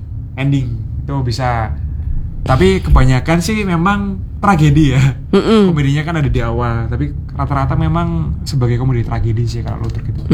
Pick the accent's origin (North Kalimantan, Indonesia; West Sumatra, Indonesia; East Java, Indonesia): East Java, Indonesia; Surabaya; Lah aku mepet utara ya, Tabasari.